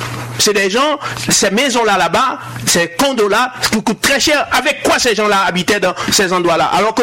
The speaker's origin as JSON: {"language": "French", "country": "Haiti", "said": "Alors que je suis haïtien, je suis conscient."}